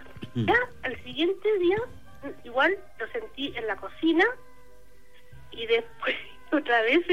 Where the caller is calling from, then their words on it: Los Ángeles, Biobío, Chile; Estoy llamando de Los Ángeles, a la región.